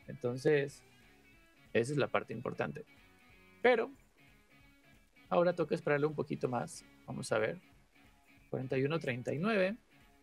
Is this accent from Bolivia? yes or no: no; Mexico; yo soy mexa, yo soy de México.